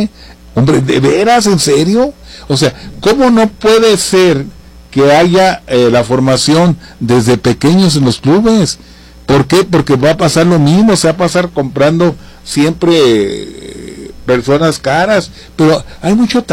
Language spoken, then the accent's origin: Spanish; Mexico; Yo soy mexicano.